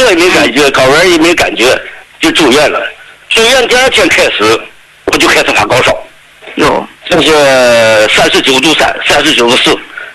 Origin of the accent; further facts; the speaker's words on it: Dalian, Liaoning, China; 我是大连的，大连的。